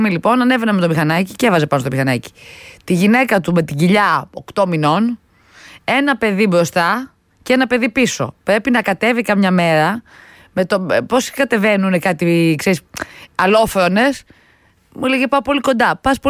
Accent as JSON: {"language": "Greek", "town": "Pyrgos", "region": "Western Greece", "country": "Greece", "said": "Είδα κάτι φίλους από την Πελοπόννησο που θες από τον πύργο από το χωριό μου"}